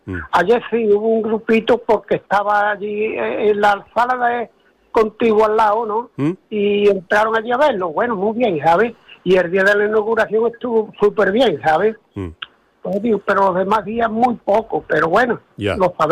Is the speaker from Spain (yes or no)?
yes; La Puebla de Cazalla, Andalusia, Spain; que soy de la Puebla de Cazalla, ¿eh?, de Sevilla, pero llevo aquí ya 31 años.